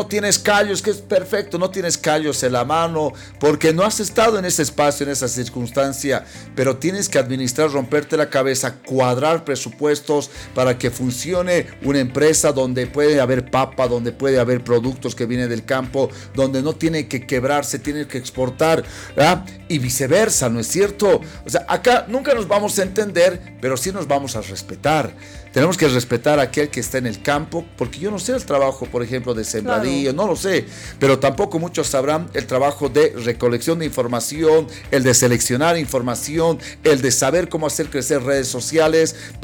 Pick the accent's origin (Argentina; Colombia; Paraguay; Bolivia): Bolivia; no abandono para nada mi nacionalidad, mi identidad, que soy boliviano